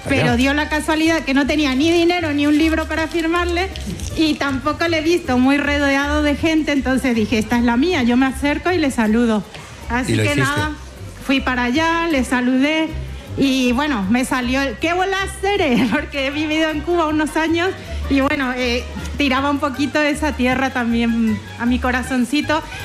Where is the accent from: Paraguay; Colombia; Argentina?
Paraguay; moved away as an adult; now in Spain; Soy paraguaya, llevo 18 años en España